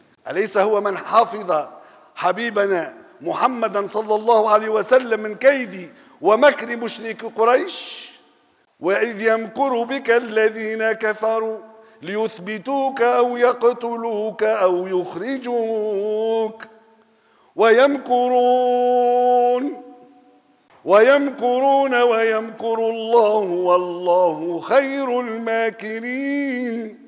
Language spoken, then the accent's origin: Arabic; Tunisia; بلادنا تونس